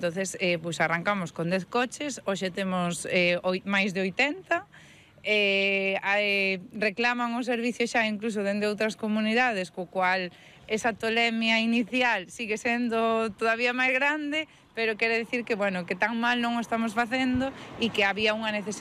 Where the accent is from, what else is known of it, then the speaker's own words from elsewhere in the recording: Ourense, Galicia, Spain; Bueno, nacemos en Ourense porque somos de Ourense